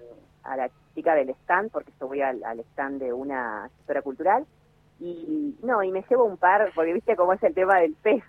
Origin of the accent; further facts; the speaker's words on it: Campo Grande, Misiones, Argentina; also born or lived in Chubut; si bien nací en Chubut, me crié en Campo Grande, conozco cómo es la cultura